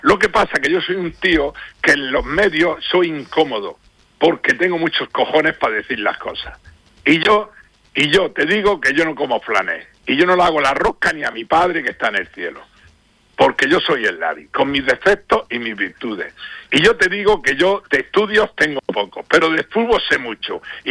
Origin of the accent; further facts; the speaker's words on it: Almería, Andalusia, Spain; now in Balearic Islands, Spain; Pues mira, yo soy de Almería, vivo en Baleares y quiero los dos equipos en primera división.